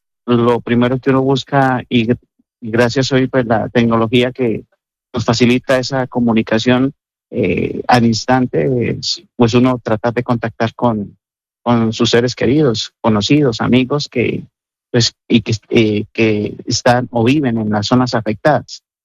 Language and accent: Spanish; Norte de Santander, Colombia; moved away as an adult; now in Santiago de Compostela, Spain; yo soy del norte de Santander. Pero sí, mi familia, por parte de mi esposa, son oriundos de Valle del Cauca. Uh-huh. Y llevo residenciado en Santiago de Compostela sobre 25 años.